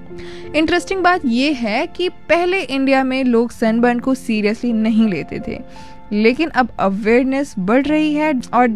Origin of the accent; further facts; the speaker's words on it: Uttar Pradesh, India; अब भाई देखिए, हम उत्तर प्रदेश से हैं, उत्तर प्रदेश की बहुत सारी खासियत है